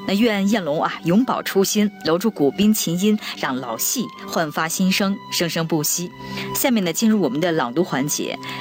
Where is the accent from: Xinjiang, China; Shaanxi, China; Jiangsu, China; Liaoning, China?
Shaanxi, China